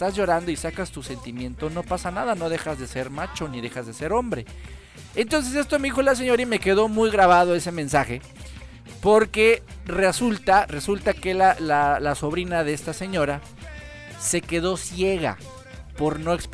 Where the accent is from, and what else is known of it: Mexico